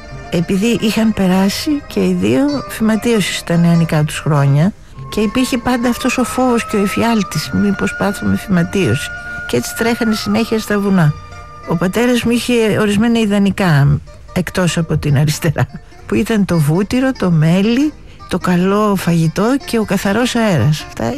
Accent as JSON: {"language": "Greek", "town": "Athens", "region": "Attica", "country": "Greece", "tie": "born there", "said": "Ο πατέρας μου ήταν από τη Θράκη και η μητέρα μου από τη Σικιά της Λακωνίας. Αλλά γεννήθηκα στην Αθήνα και περπάτησα πάρα πολύ και ως μικρό παιδί με τον πατέρα μου στο κέντρο."}